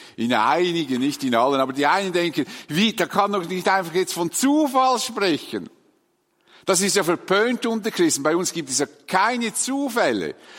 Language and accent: German; Dietikon, Zurich, Switzerland; auf die Felder, wo ich aufgewachsen bin, in Dietikon, nahe von hier, nicht wahr?